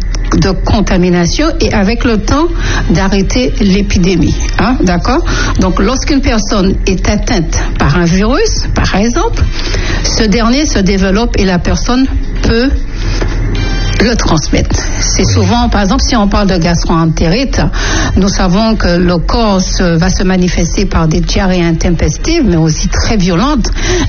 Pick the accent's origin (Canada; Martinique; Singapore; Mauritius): Martinique; chez nous à la Martinique, parce que nous avons un climat qui est plutôt chaud